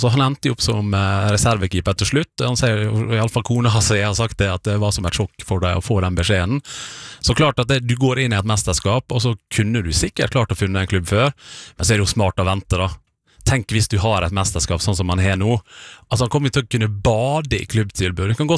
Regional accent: Møre og Romsdal, Norway; Så klart dette betyr mye for oss som sunnmøring, at vi har en som så sentral.

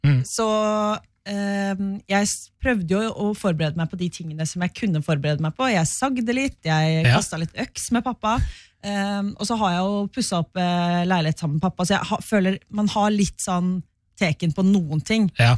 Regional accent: Askim, Østfold, Norway; Men jeg kommer fra Askim

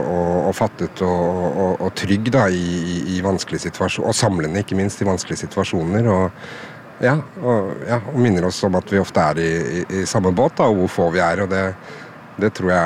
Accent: Oslo, Norway; Men konkrete minner så er det selvfølgelig at jeg er fra Oslo, så jeg har gått i barnetog og sånne ting og vinket til kongen mange ganger. Så det er jo sterkt for oss i Oslo

